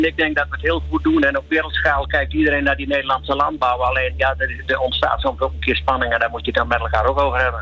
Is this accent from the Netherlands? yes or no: yes; Westerbork, Drenthe, Netherlands; born or raised there